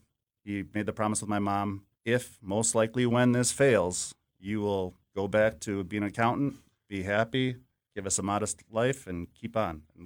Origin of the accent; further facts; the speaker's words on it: Wauwatosa, Wisconsin, United States; But we're from West Wauwatosa and didn't have anything close to that many